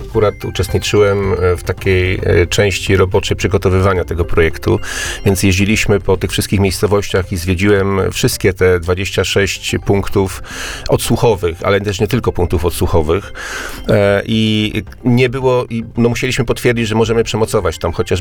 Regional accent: Warsaw, Masovian Voivodeship, Poland; ja nie jestem z Warki, jestem z Warszawy.

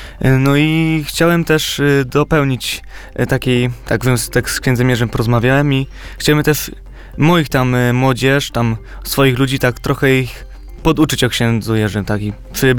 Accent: Lesser Poland, Poland; Ja ogółem jestem z Małopolski

